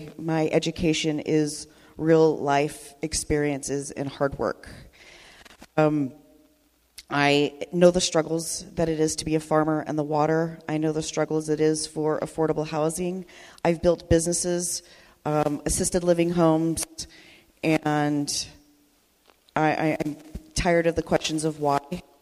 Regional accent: Lemoore, California, United States; I am born and raised in Lemoore, Kings County area.

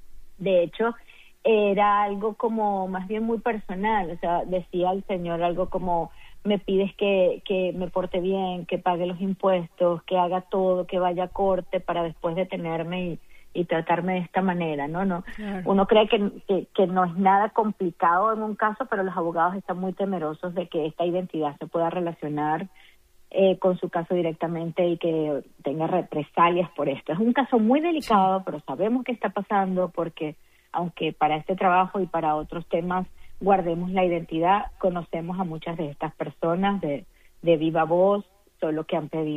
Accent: Venezuela; now in Doral, United States; la comunidad de Doral, en la que viví. Más del 40% de los habitantes somos venezolanos

